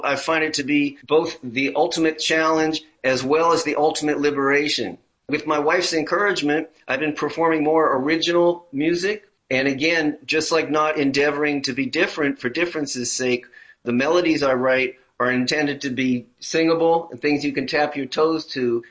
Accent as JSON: {"language": "English", "town": "New York City", "region": "New York", "country": "United States", "tie": "born or raised there", "said": "And so it motivated my moving back to my hometown of New York City when I was 19 in the spring of 1982"}